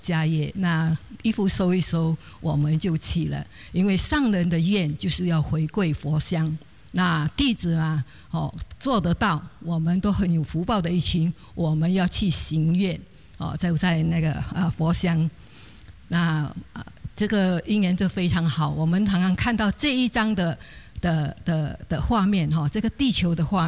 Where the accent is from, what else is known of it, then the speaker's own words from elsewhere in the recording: Singapore; 那我来自佛国的新加坡人，